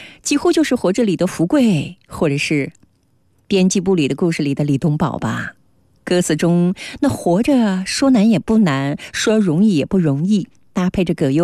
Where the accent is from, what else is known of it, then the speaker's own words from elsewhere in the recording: China; 我们中国人